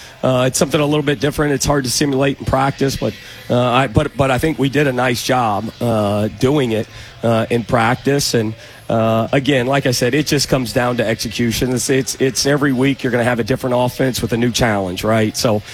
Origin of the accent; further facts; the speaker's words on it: Oxford, Ohio, United States; moved away as an adult; now in Dayton, United States; I grew up in Oxford, Ohio, so I grew up, 40 minutes down the road.